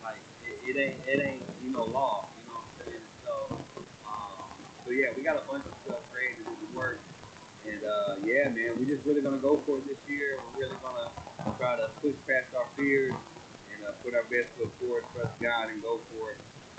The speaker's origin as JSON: {"language": "English", "town": "Kilgore", "region": "Texas", "country": "United States", "said": "So I live in Kilgore. I'm from Kilgore."}